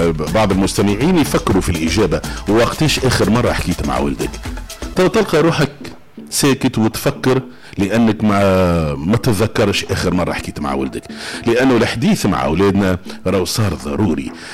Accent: Tunisia; احنا كمجتمع تونسي

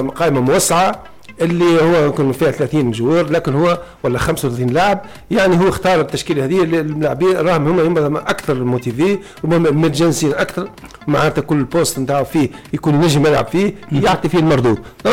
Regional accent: Tunisia; نقول احنا كشعب تونسي

